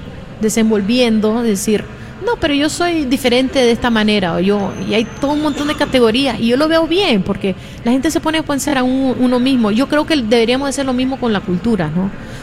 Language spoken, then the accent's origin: Spanish; Nicaragua; pero yo siempre digo que soy de Nicaragua porque